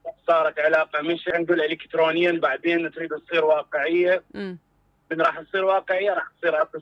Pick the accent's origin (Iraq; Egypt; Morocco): Iraq; Baghdad, Baghdad Governorate